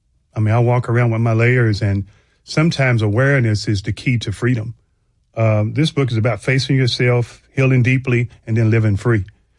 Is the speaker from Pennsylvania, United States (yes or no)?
no; Knoxville, Tennessee, United States; I was raised in Knoxville, Tennessee.